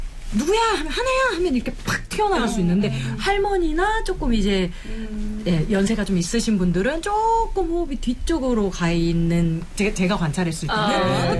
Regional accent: South Jeolla, South Korea; 저는 사실 전라도

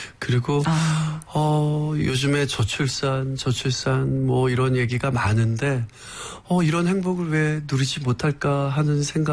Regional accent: Seoul, South Korea; 그리고 저도 서울에서 태어나서 교육을 받으면서 서울에서 자랐고요.

